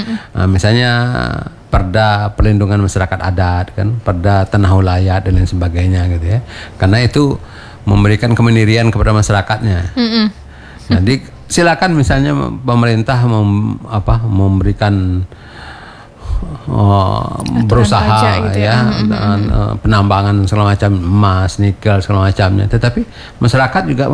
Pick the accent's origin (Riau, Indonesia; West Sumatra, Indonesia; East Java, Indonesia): Riau, Indonesia; Peranap District, Batu Rijal; di kampung saya itu di kawasan Tiga Lorong, Kecamatan Peranap itu di Batu Rijal